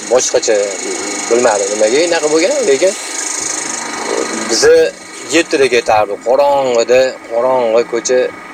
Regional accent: Tashkent, Uzbekistan; Sevzordanman.

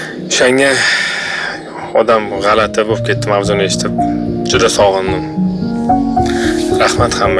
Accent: Kashkadarya Region, Uzbekistan; now in Tashkent, Uzbekistan; men Qashqadaryoda tug'ilib katta bo'lganman. Hozirgi vaqtda Toshkentdaman. Toshkentda ishlab istiqomat qilaman oilam bilan. Ota-onam Qashqadaryoda qolishgan.

